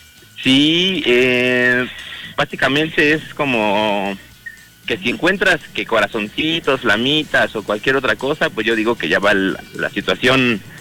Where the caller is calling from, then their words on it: Tlalpan, Mexico City, Mexico; Del meritito Tlalpan.